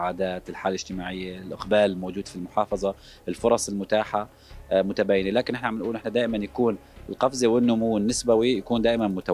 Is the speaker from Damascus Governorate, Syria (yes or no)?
no; Aleppo, Aleppo Governorate, Syria; اقرب شيء ممكن اني باعتباري من حلب، فيعني ممكن بحب اسمع انا مشاكل موجوده بحلب اكثر يعني.